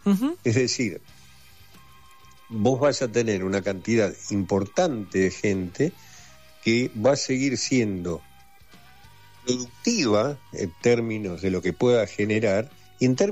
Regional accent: Argentina; particularmente en Argentina, que tenemos los jubilados poniéndose de hambre hoy.

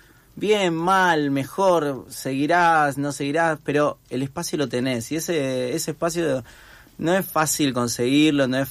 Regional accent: Buenos Aires, Argentina; yo soy de Barracas.

